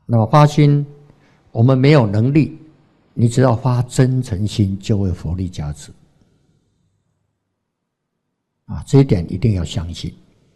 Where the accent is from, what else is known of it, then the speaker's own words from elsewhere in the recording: Taiwan; accent: Taiwanese; 老板娘听到我们是台湾口音的啊，讲台语的就特别亲切呀